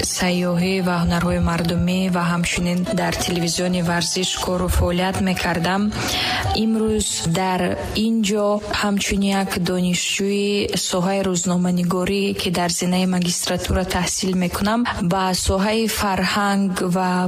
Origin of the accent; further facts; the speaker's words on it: Tajikistan; first language Tajik; همیشه یک هم وطن خود رو میکفتم که با زبان مادریم صحبت کنم، با زبان مادریم گپ زنم، تا ان همون لذت زبان تاجیکی رو احساس کنم.